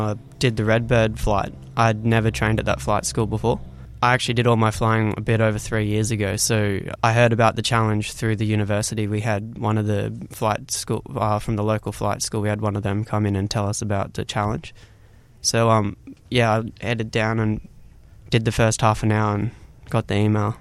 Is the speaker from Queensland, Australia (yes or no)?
yes; Brisbane, Queensland, Australia; I'm 19, from Brisbane, Australia.